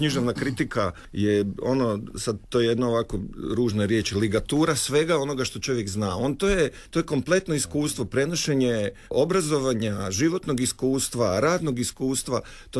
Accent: Slavonia, Croatia; kako dolazim iz Slavonije podrijetlom

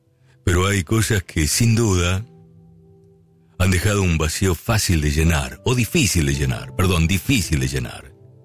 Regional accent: Argentina; siempre en mi país ha existido la pasión por el fútbol

